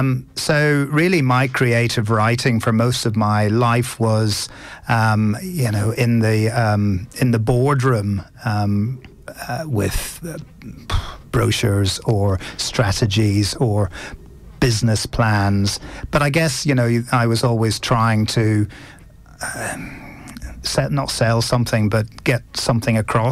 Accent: Ireland; I think I'm from Ireland

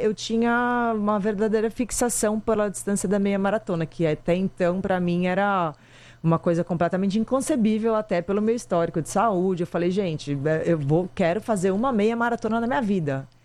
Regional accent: Santos, São Paulo, Brazil; moved away as an adult; now in São Paulo, Brazil; Eu sou de Santos. E aí, quando eu vim morar aqui, faz mais de 20 anos isso

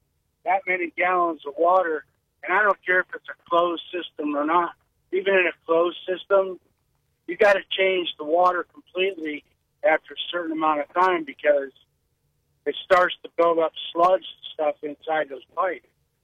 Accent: Shalersville, Ohio, United States; No, I'm not. I'm up from the Shalersville, Manaway area.

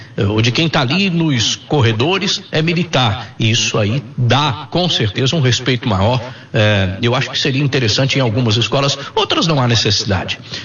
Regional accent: São Sebastião do Paraíso, Minas Gerais, Brazil; moved away; Quando eu era moleque, menino, lá na minha cidade, São Sebastião do Paraíso, Minas Gerais

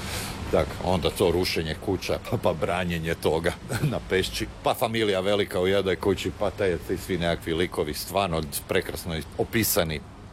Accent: Zagreb, City of Zagreb, Croatia; rođen sam tamo na Staroj Peščenici, gdje su se odigravali u principu, a i zanimljivo je što su Smogovci snimani i u Trnju, tu gdje sam ja odraso

